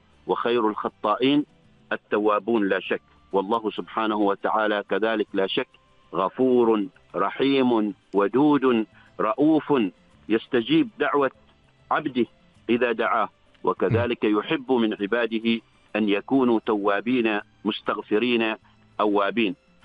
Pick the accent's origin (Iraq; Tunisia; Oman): Oman; ونحن أهل عمان